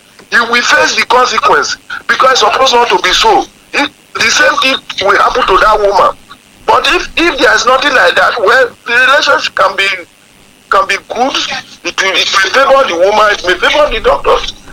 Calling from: Olodo, Oyo, Nigeria; I'm calling from Olodo.

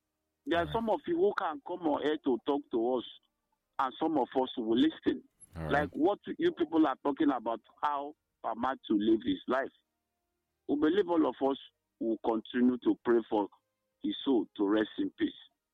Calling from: Nigeria; And I'm calling from Gbabinimbo. Gbabinimbo is in Uzowa, in the local government.

